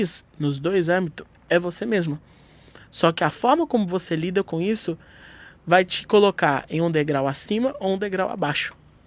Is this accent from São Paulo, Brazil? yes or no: yes; Alphaville, São Paulo, Brazil; Opa, somos de Alphaville também.